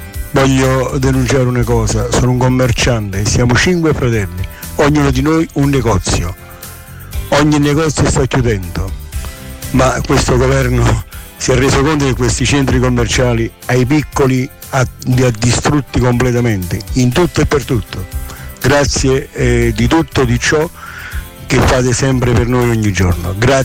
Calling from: Naples, Campania, Italy; Sono di Napoli

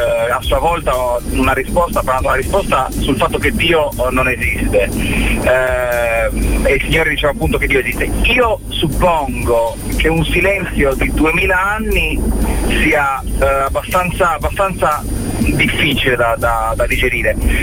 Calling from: Oristano, Sardinia, Italy; sono di Oristano in Sardegna.

